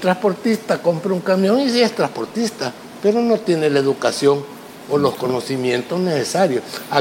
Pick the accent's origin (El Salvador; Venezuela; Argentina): El Salvador; nosotros como salvadoreños